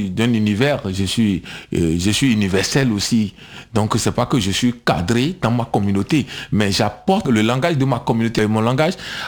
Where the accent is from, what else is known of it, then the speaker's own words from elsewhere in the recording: Benin; je me considère comme artiste béninois, après africain